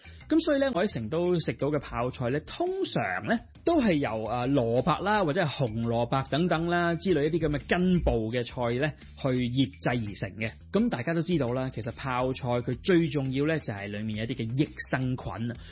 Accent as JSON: {"language": "Cantonese", "country": "Hong Kong", "said": "我哋香港人啦，或者廣東人啦，"}